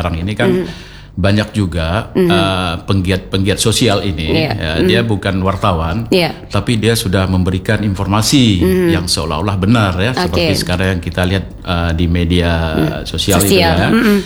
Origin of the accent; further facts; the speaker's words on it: Banda Aceh, Aceh, Indonesia; Contoh kayak saya nih kan, saya dari Banda Aceh ya.